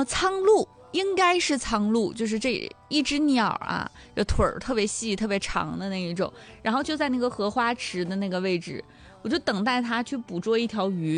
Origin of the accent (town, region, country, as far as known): Dalian, Liaoning, China